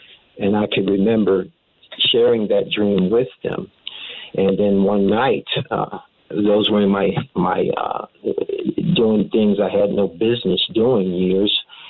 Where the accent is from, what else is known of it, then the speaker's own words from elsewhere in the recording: Rhode Island, United States; because I'm primarily from Rhode Island